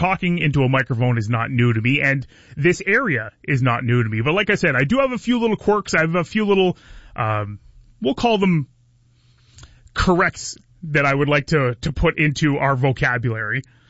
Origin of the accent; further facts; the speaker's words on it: Belle River, Ontario, Canada; moved away as an adult; also born or lived in North Bay / Calgary / Athabasca; So I grew up in Puce and Belle River and then finished high school, graduated Belle River High School, went to school in North Bay, and then my journey into radio took me across Canada.